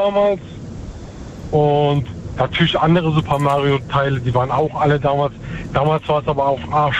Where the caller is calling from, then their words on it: Schwetzingen, Baden-Württemberg, Germany; also ich komme aus Schwetzing.